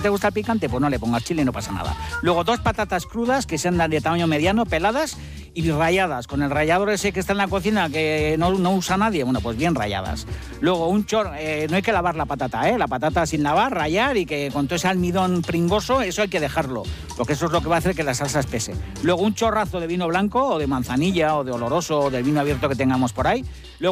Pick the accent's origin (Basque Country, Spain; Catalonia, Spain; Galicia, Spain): Basque Country, Spain; Sí, es verdad. Como vasca